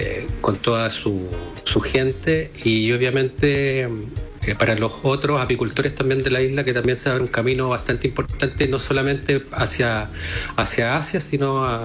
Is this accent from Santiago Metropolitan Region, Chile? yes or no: yes; Santiago, Santiago Metropolitan Region, Chile; moved away as an adult; now in Easter Island, Chile; yo soy continental, santiaguino, ya nací en Santiago, viví bastantes años en Santiago, y me vine por una posibilidad de cambio de vida acá con mi familia, ya hace 16 años.